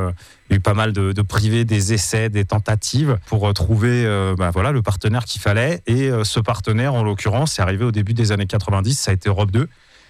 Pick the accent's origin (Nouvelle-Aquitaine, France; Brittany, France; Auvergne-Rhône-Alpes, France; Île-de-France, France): Auvergne-Rhône-Alpes, France; Val d'Isère; born or raised there